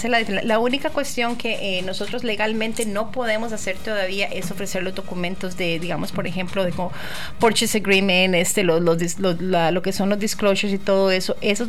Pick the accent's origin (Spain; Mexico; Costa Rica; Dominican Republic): Costa Rica; now in West Michigan, United States